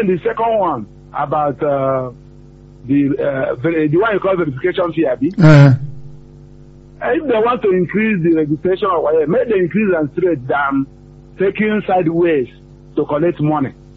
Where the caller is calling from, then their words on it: Elebu, Oyo, Nigeria; I'm calling from Elebu.